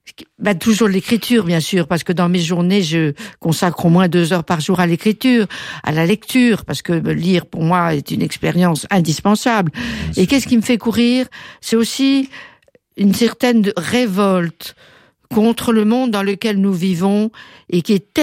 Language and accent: French; Paris, Île-de-France, France; moved away as an adult; also born or lived in United States; je suis une Parisienne d'origine, puisque je suis née à Paris